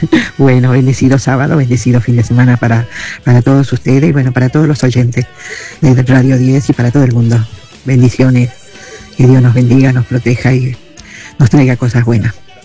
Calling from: Gregorio de Laferrère, Buenos Aires Province, Argentina; de la Ferrere

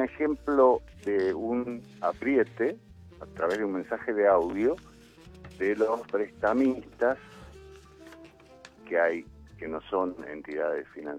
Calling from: Merlo, Buenos Aires Province, Argentina

